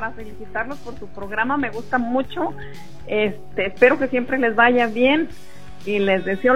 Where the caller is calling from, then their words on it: Durango, Mexico; Yo soy de aquí, de la capital de Durango